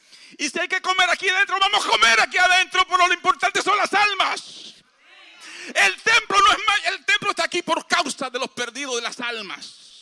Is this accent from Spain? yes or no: no; Dominican Republic